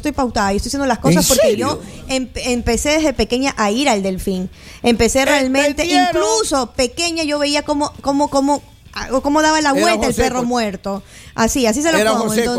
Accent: Ecuador

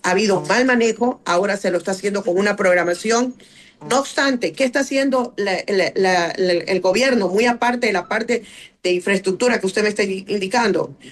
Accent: Manabí, Ecuador; Yo vengo de otro lugar, soy manabita, sí.

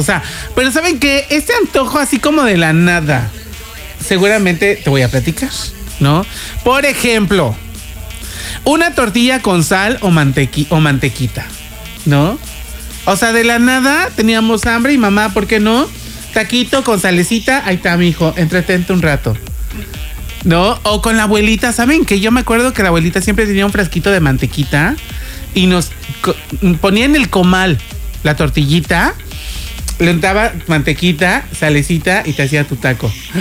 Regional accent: Yucatán, Mexico; Los que somos yucatecos

